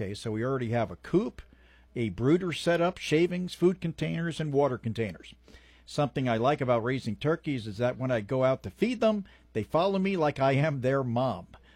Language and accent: English; New Jersey, United States; I thought a Jersey cow was from my home state of New Jersey.